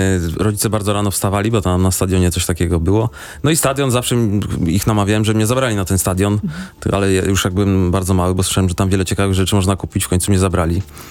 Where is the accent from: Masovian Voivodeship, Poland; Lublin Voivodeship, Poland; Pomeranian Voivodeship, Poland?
Masovian Voivodeship, Poland; Raszyn; ja pochodzę z Raszyna, to jest pod Warszawą. Tam mieliśmy taki trochę wielopokoleniowy dom